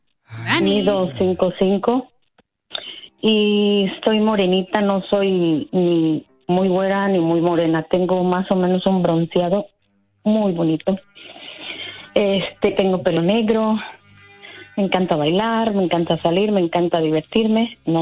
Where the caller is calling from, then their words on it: Mexico City, Mexico; yo soy chilanga.